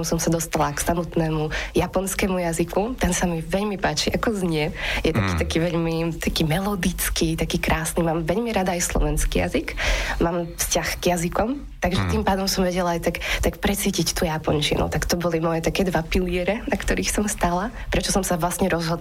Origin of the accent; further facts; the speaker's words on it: eastern Slovakia, Slovakia; Ja som zo Slovenska, z východného Slovenska konkrétne a študovala som tu na Bratislave na Komenskej univerzite odbor japonológia.